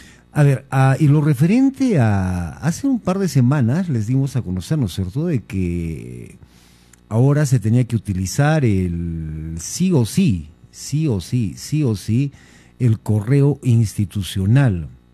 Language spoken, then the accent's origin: Spanish; Abancay, Apurímac, Peru; Abancay. ¡Wow! Mi tierra linda